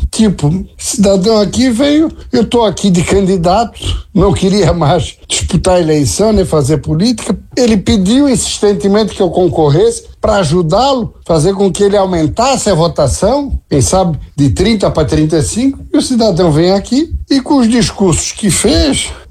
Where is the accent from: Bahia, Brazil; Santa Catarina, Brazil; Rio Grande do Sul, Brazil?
Santa Catarina, Brazil